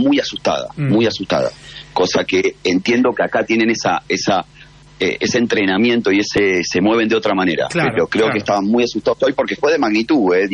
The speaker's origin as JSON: {"language": "Spanish", "region": "Buenos Aires", "country": "Argentina", "said": "lo único parecido que vivimos en Buenos Aires, yo soy de Buenos Aires, es algo en el 78"}